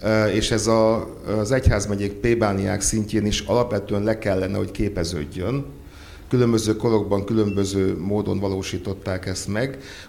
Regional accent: Kecskemét, Bács-Kiskun, Hungary; born there; hát például az én szülővárosomban, Kecskeméten

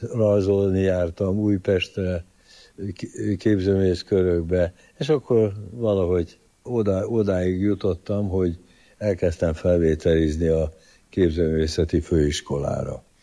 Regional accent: Csanádapáca, Békés, Hungary; also born or lived in Săcueni (Székelyhíd), Romania; menekült a két gyerekével, egy-két rokonunk segítségével Csanádapácára vissza, ahol született, és ott nevelkedtem én is.

